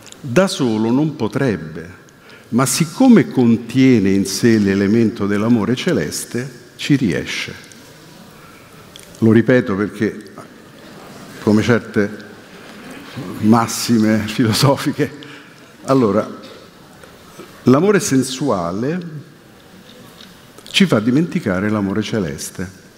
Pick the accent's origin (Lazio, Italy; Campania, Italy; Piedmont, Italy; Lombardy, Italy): Lazio, Italy; Rome; Io che sono nato e vissuto a Roma e ho a lungo insegnato in istituti tecnici di periferia e poi per quasi 30 anni in carcere, so cosa sono i coatti romani.